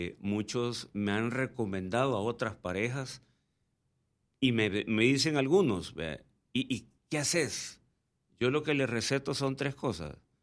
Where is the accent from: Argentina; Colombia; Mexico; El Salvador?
El Salvador; moved away as an adult; now in Panama; soy del Salvador, pero yo ya, como digo, de corazón soy C3, vea, C3 de corazón.